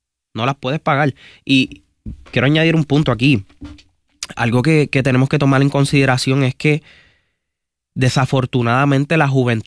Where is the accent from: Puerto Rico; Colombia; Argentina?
Puerto Rico; Desafortunadamente, y me incluyo como puertorriqueño, a todos nos aplica, nuestra cultura está desarrollada para dejarlo todo para lo último.